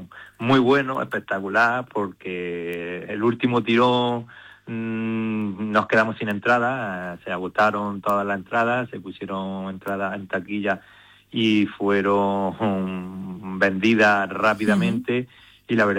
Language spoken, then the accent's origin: Spanish; Anta, Spain; todos somos del municipio de Anta